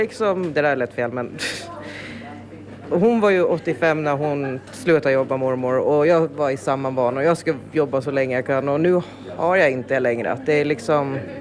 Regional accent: Åland, Finland; also born or lived in Sweden; var ju bara 11 månader när vi flyttade tillbaka till Åland från Sverige. Så jag har ju växt upp här i huset.

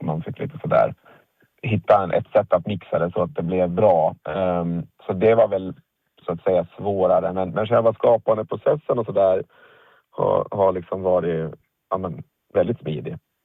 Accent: Åland, Åland Islands; hemma på Åland

